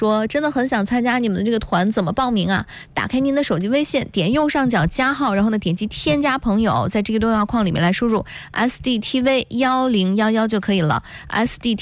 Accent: Shandong, China; 咱都是山东人

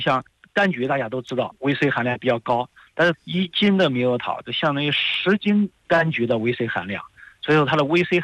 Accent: China

